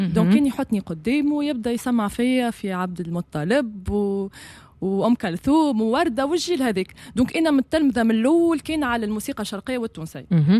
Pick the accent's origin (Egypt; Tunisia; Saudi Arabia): Tunisia; انا صحيح تونسيه